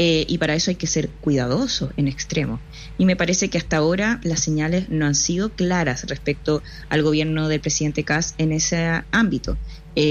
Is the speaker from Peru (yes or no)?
no; Chile